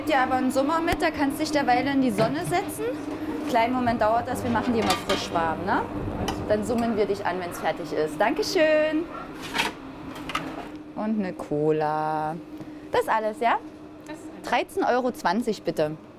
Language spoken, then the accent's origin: German; Dresden, Saxony, Germany; now in Rügen, Germany; Ich wollte ja eigentlich nie weg aus Dresden, das hat mir schon, war schon meine Heimat so, ne?